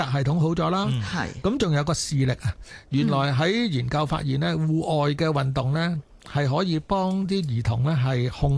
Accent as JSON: {"language": "Cantonese", "country": "China", "said": "就系话佢哋我哋讲紧我哋中国人吓，我哋国民嗰个体质要求系点？"}